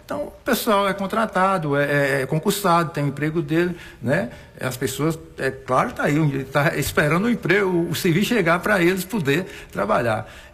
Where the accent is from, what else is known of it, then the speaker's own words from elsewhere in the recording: Brazil; do lugar onde eu nasci e criei no Colônia, moro no meu lugar